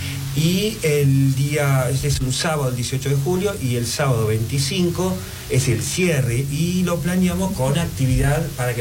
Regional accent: Patagonia, Argentina

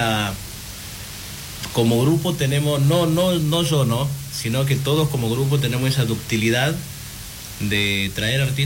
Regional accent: Maimara, Jujuy, Argentina; also born or lived in San Pedro; Bueno, Maimara es mi pueblo, yo soy de Jujuy, nacido en San Pedro y bueno, a partir de los 12 años en Maimara, digamos, ¿no?

